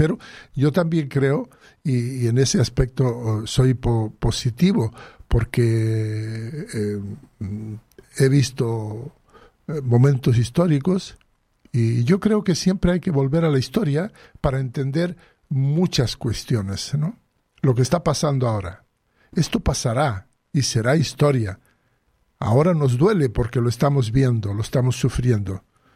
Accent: Western Sahara; Nosotros, el pueblo saharaui lucha para decir, yo quiero vivir libre en mi tierra

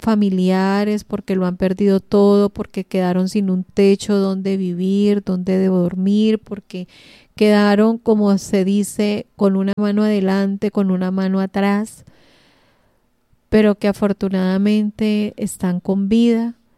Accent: Colombia

